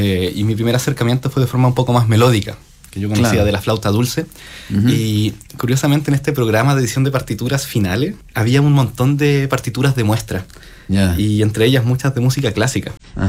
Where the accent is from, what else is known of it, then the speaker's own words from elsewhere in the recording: Coquimbo, Chile; yo estuve en una escuela de música en La Serena, soy de Coquimbo, y estuve 3 años ahí